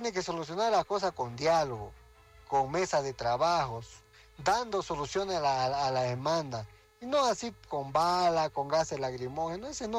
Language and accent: Spanish; Bolivia; lamentablemente quienes vamos a quedar perjudicados somos todos los bolivianos.